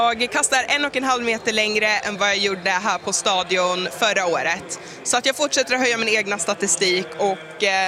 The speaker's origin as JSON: {"language": "Swedish", "country": "Sweden", "said": "hemma i Sverige"}